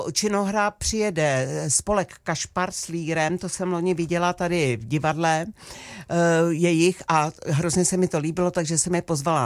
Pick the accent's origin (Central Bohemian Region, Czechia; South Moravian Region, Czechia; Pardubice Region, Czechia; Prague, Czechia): Pardubice Region, Czechia; Chrudim; Ano, já jsem rodačka z Chrudimě